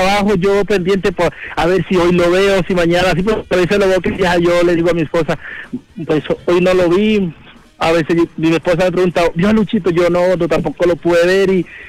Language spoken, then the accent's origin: Spanish; Montería, Córdoba, Colombia; Yo soy de Córdoba, Montería.